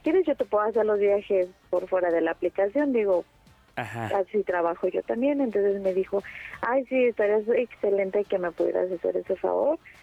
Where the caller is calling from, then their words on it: Mexico City, Mexico; Ando aquí por la Agrícola Oriental en Ciudad de México.